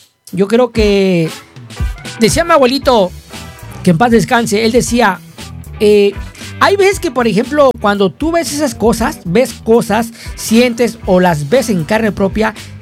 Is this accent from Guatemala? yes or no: no; Cuautla, Morelos, Mexico; now in Staten Island, United States; de donde soy yo, de Cuautla, Morelos